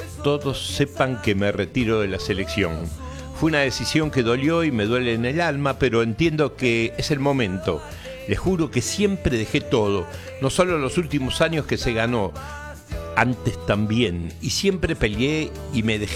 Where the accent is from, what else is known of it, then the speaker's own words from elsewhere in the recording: Argentina; somos argentinos